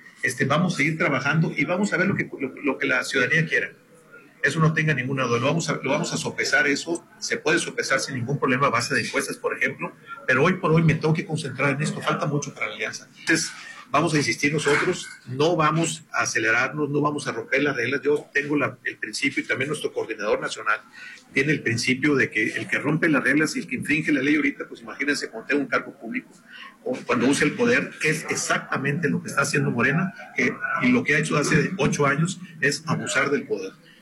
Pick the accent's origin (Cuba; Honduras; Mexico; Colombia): Mexico; Sinaloa; soy sinaloense, yo estoy por mi estado, obviamente.